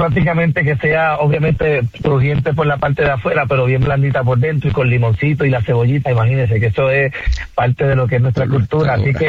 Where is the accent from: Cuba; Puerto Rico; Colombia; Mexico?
Puerto Rico; Ciales; pues mi manera de proyectar a mi pueblo es tratar de saber cuáles son nuestras culturas y nuestras raíces. Y eso es un tema que también lo vamos a estar abordando futuramente para poder aclarar, ¿verdad?, todo, y que pues tengamos una historia clara y precisa de lo que es nuestro pueblo de Ciales.